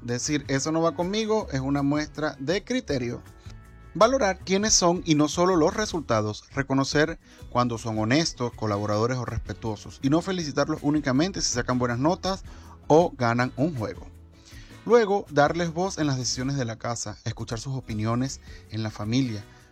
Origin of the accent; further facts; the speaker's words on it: Eastern Venezuela, Venezuela; Te mando un grandísimo saludo desde aquí, desde Occidente hasta allá, hasta Oriente, mi tierra.